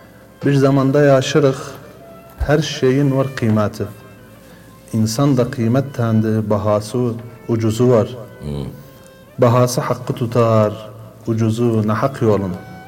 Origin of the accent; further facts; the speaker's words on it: Tuz Khurmatu, Saladin Governorate, Iraq; now in Kirkuk, Iraq; 1995 doğumluyum. Duzxurmat doğumluyum. İlk okul liseye kadar Duzxurmat'ta geçti. Ondan sonra Kerkük'te yerleştik.